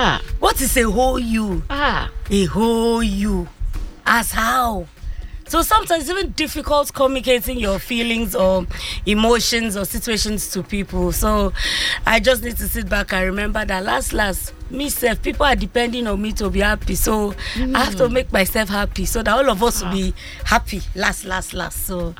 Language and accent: English; Ghana; I'm still a Ghanaian. And I still live in Ghana